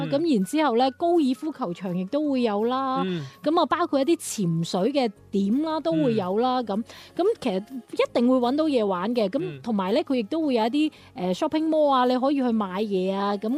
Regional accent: China; 包括我哋中國人啦

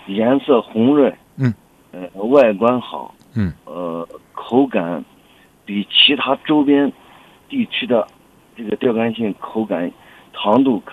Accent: Shandong, China; accent: Shandong; now in Aksu, Xinjiang, China; 因为我本身也是内地过来的，我山东人。

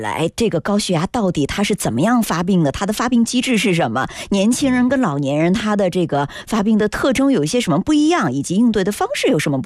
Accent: Guangdong, China; 我们广东人

